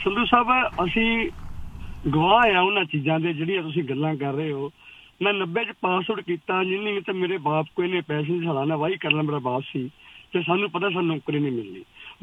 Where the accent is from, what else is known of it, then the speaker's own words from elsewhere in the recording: Amritsar, Punjab, India; ਮੈਂ ਅੰਮ੍ਰਿਤਸਰ ਤੋਂ ਬਿਲੋਂਗ ਕਰਦਾ